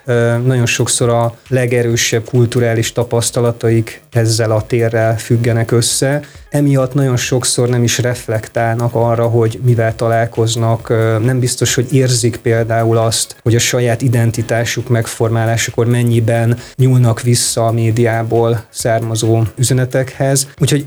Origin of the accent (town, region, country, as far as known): Hungary